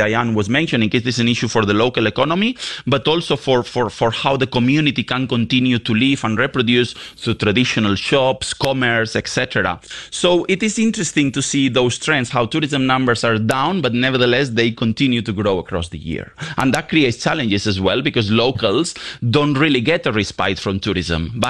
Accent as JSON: {"language": "English", "region": "Balearic Islands", "country": "Spain", "said": "I'm originally from Mallorca. Last summer, my family lives in the old town of Palma, and I went to visit there"}